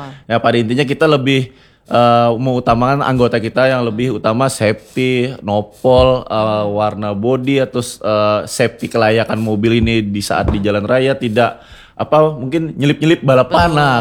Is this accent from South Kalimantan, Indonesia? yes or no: no; Palangka Raya, Central Kalimantan, Indonesia; born there; saya memang kelahiran Palangkaraya kan.